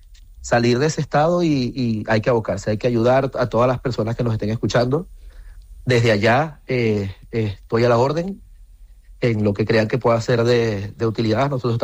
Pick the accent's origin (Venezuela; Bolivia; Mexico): Venezuela; nosotros como venezolanos que somos